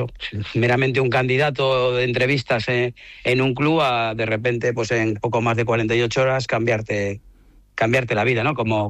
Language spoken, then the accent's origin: Spanish; Valladolid, Castile and León, Spain; olvidándome un poco que soy de Valladolid y del Valladolid